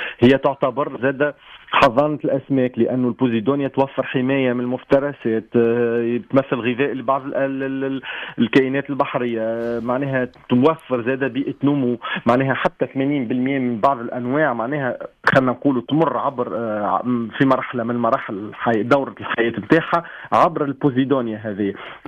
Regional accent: Tunisia; احنا في تونس

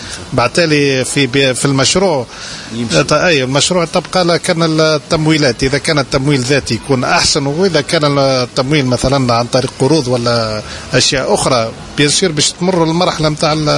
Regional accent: Tunisia; now in France; أنا عشت وترعرعت في تونس وكل شيء، نحس روحي أنا ديما غريب في فرنسا

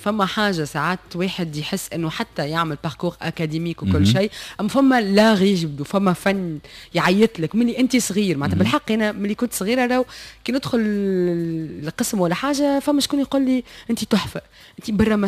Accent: Tunisia; مواطنة تونسية

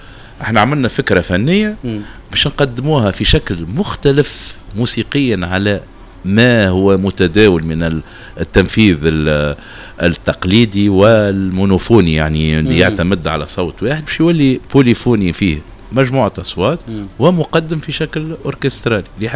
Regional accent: Tunisia; احنا جزء من العالم تونس.

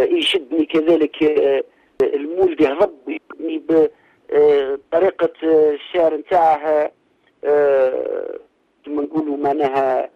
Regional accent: Tozeur Governorate, Tunisia; born there; نمدح جريد العز عز الغاية على حبة ثرى جنوبية حياة أهلي وناسي ومدحت أرض جدود مسقط راسي

